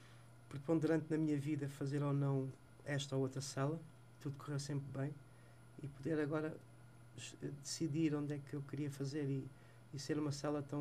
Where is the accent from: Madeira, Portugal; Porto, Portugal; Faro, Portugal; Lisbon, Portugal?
Lisbon, Portugal; Eu sou lisboeta, nasci em Lisboa, ao pé da Feira Popular, na rua Elis Garcia, sou mesmo dali.